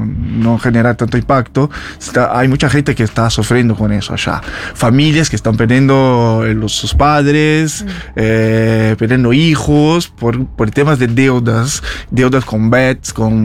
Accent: Brazil; now in Argentina

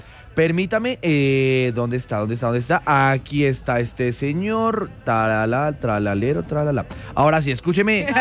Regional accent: Colombia

